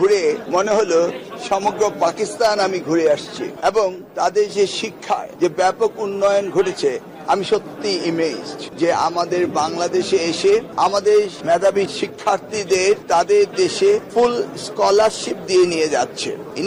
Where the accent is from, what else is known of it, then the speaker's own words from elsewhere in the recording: Bangladesh; আমি বাংলাদেশি হিসাবে চাইব আমাদের দেশেও আমাদের শিক্ষা প্রতিষ্ঠানগুলো এইভাবে উন্নতি সাধন করুক